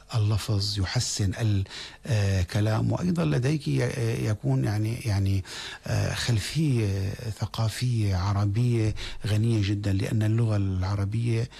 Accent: Syria; ونحن كسوريين يعني يقولوا عنا في الخارج بأنكم الأقرب تحدثا بلهجتكم العامية إلى اللغة العربية الفصحى.

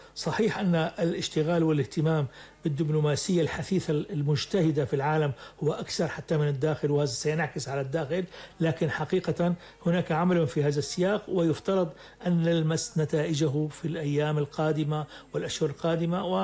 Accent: Syria; ما نأمله جميعا كسوريين

